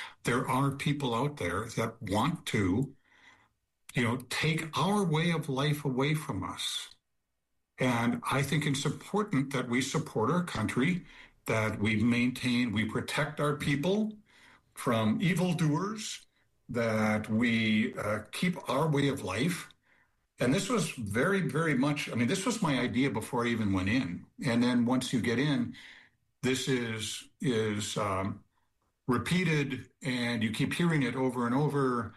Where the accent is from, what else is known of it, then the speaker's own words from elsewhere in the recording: Fridley, Minnesota, United States; I actually grew up in Fridley, Minnesota, a little suburb of Minneapolis.